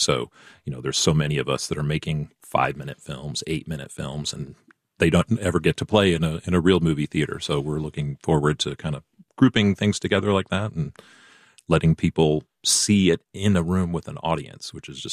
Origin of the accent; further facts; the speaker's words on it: Iowa, United States; now in North Carolina, United States; I come from Iowa